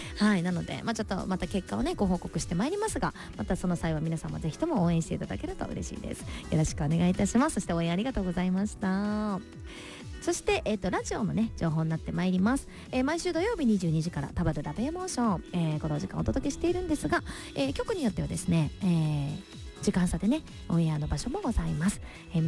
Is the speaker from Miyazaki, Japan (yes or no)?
yes; Hyuga, Miyazaki, Japan; 毎月第3月曜日の朝なんですが、私の地元宮崎県日向市FM 日向さんのモーニング767という番組にね、電話出演しております。